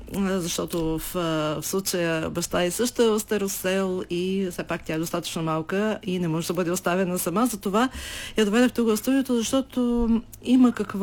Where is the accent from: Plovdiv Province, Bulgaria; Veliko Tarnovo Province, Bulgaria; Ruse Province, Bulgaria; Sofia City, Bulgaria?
Plovdiv Province, Bulgaria; Plovdiv; born or raised there